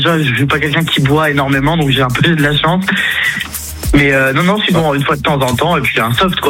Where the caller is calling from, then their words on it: Brittany, France; Je suis de Mauréac, dans le Morbihan.